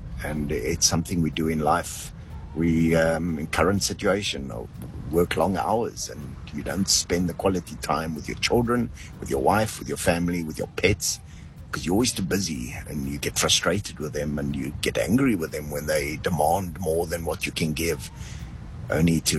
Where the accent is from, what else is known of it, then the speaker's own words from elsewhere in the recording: Durbanville, Western Cape, South Africa; from Durbanville.